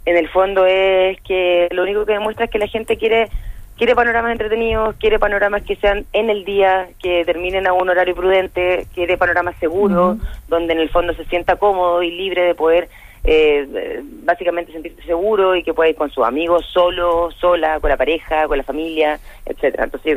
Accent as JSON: {"language": "Spanish", "town": "Concepción", "region": "Biobío", "country": "Chile", "moved": "yes", "lives_now": "Santiago, Chile", "said": "yo soy penquista"}